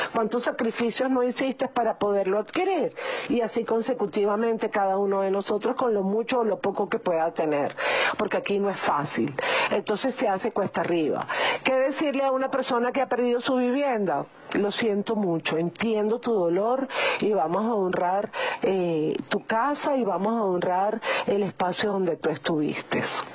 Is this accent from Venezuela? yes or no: yes; Venezuela; Porque resulta que si bien yo no viví en La Guaira, yo tuve mi vida también en La Guaira, como muchos venezolanos.